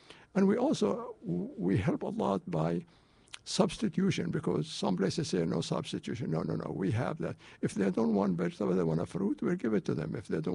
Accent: Palestine; now in Los Angeles, United States; And back in Palestine

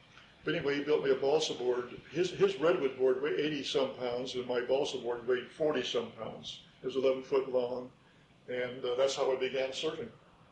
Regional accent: Oxnard, California, United States; I was born in Oxnard, 1928. Halloween. I went to kindergarten here. I went to Sheridan Way Grammar School here. I went to Cabrillo Junior High here. I went to Ventura High and graduated from Ventura College.

